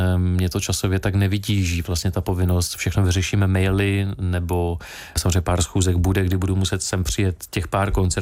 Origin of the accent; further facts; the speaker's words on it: Litomyšl, Pardubice Region, Czechia; also born or lived in Frýdek-Místek / Kroměříž / Brno; now in Ostrava, Czech Republic; Já jsem se narodil ve Frýdku Místku, takže tam jsem žil, teď žiju v Ostravě, zároveň jsem ale celé dětství vyrůstal v Litomyšli